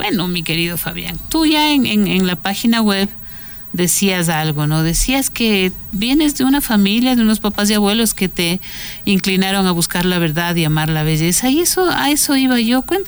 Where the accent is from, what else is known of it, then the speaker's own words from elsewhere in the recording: Quito, Pichincha, Ecuador; born there; Pero nací en Quito en 1963 de padres y abuelos que me inclinaron a buscar la verdad y a amar la belleza.